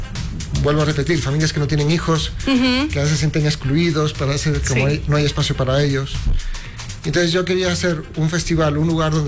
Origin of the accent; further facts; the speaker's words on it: Guatemala; moved away; cuando yo volví a Guatemala, soy guatemalteco, pero viví muchos años fuera.